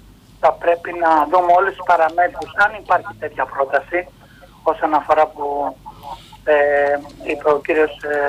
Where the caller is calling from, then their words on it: Aigaleo, Attica, Greece; από το Εγάλαιο.